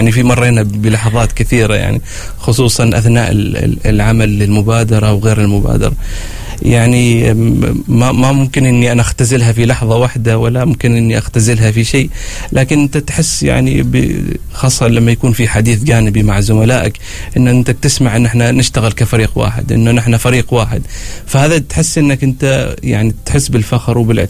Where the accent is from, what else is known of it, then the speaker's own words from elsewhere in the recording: Oman; إنه نحن فعلا في السمت واضح عندنا في عمان